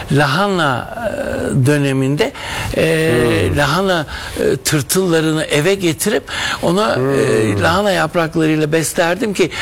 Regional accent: Istanbul, Turkey; Tabii öyle Anadolu'da falan değil de İstanbul'da doğdum büyüdüm. Evet. Levent ve Beylerbeyi arasında ve Mecidiyeköy. Gittik geldiğimiz alanlarda her yerde yeşil vardı.

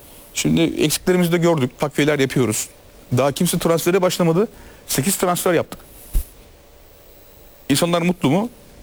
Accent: Trabzon, Turkey; Ben Trabzon doğumluyum yani.

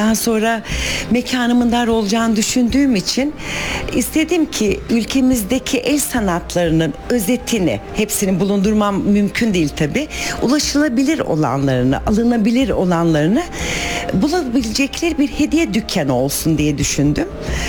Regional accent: Istanbul, Turkey; born there; 77 İstanbul doğumluyum.

